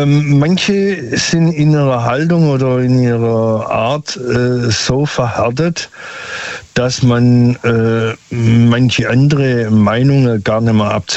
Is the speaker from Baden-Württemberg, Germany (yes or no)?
yes; Stuttgart, Baden-Württemberg, Germany; Vom Großraum Stuttgart.